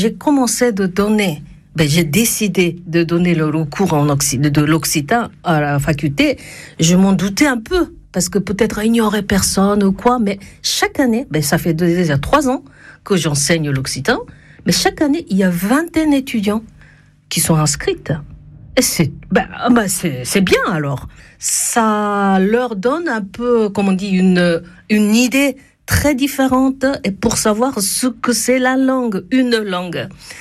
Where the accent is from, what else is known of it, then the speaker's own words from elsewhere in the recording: Tokyo, Japan; born there; first language Japanese; French is a second language; je suis japonaise, je suis née à Tokyo, ou alors je suis vraiment japonaise. Ma première langue, c'est japonais.